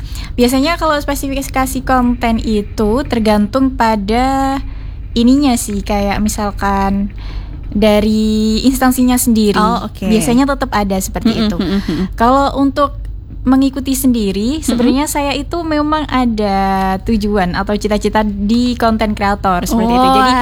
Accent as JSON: {"language": "Indonesian", "town": "Lamongan", "region": "East Java", "country": "Indonesia", "tie": "born or raised there", "moved": "as an adult", "lives_now": "Surabaya, Indonesia", "said": "Dari Lamongan saya, asli Lamongan."}